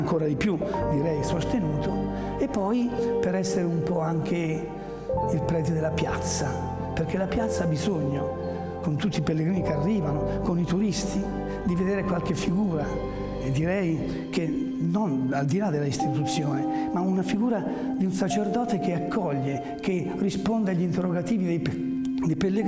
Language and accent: Italian; Marche, Italy; moved away; sono marchigiano